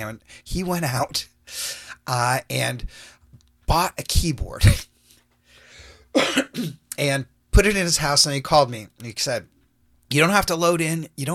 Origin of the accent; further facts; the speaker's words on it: Marin County, California, United States; We both grew up in Marin. We're both exactly the same age.